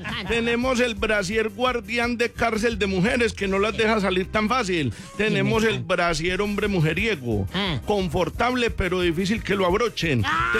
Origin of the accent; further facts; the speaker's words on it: Antioquia, Colombia; Pero usted se imagina uno acá como paisa que es tan buen vendedor.